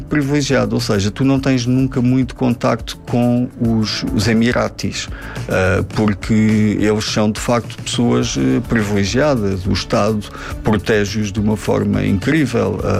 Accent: Portugal; Eu tenho 51 anos, eu venho de Portugal

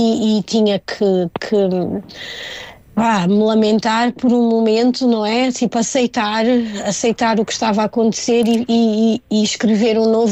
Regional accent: Portugal; moved away; mas mesmo porque eu às vezes penso em inglês, mas ainda sou portuguesa, não é?

